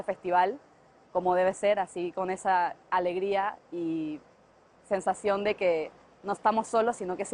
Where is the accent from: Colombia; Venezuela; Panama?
Panama; vengo de Panamá y bueno, esta es mi primera vez aquí en Meyugori.